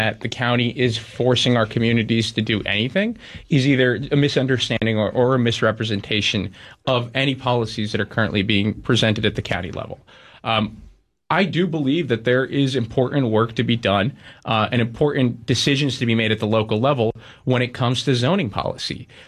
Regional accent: Massachusetts, United States; born there; when I was born on Cape Cod in the year 2000, the median home was going for about $195,000.

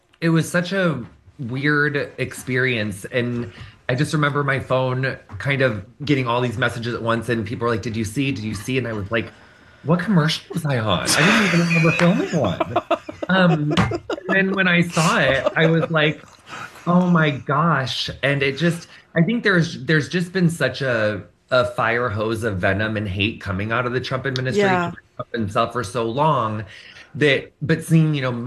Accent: Illinois, United States; small town in Illinois, like very far away from Chicago. So I'm quite comfortable in rural spaces. I was raised in rural spaces and around people that inhabit rural spaces.

